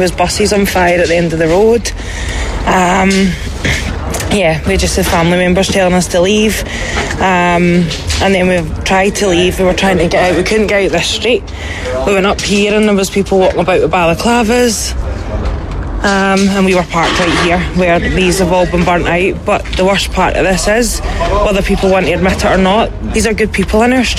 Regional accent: Scotland, United Kingdom; Yeah, and I'm from Scotland, so my mum was on the phone and she was like, what's going on?

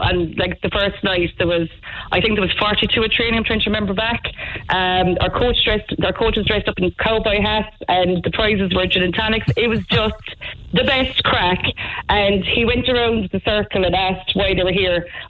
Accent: Munster, Ireland; now in West Cork, Ireland; I'm from Liz Gould originally. I'm living in West Cork

